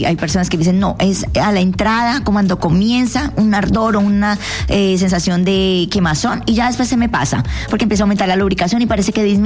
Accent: Colombia; moved away; Soy colombiana.

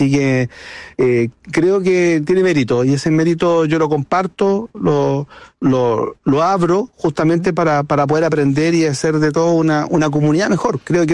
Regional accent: Concón, Valparaíso, Chile; porque yo nací en Concón cuando Concón era parte de Viña del Mar.

